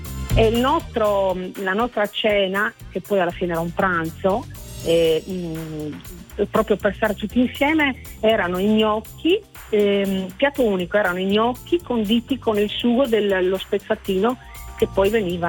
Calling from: Verona, Veneto, Italy; io a Verona, sono di Verona

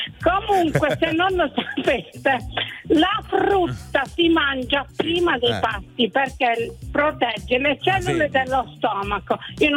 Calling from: Conversano, Apulia, Italy; sono di Conversano

